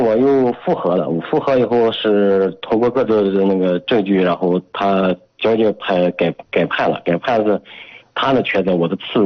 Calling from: Ordos, Inner Mongolia, China; 鄂尔多斯，内蒙。

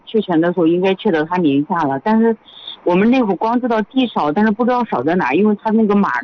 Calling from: Yuncheng, Shanxi, China; 山西运城的。

